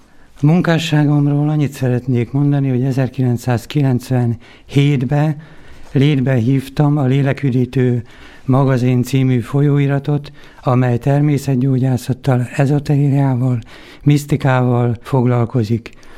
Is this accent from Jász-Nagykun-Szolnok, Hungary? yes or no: yes; Törökszentmiklós, Jász-Nagykun-Szolnok, Hungary; born there; moved away as an adult; now in Szeged, Hungary; 1951. február 19-én Törökszent Miklóson születtem.